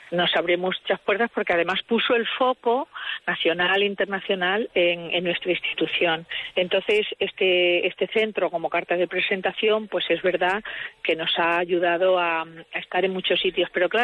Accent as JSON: {"language": "Spanish", "region": "Extremadura", "country": "Spain", "said": "Y como extremeña y responsable de la institución, pues agradezco a todas las personas que lo han hecho posible."}